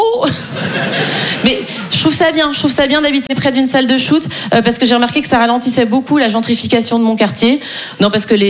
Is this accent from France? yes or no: no; Switzerland; parce que je suis suisse. Donc en vrai, je dis 90.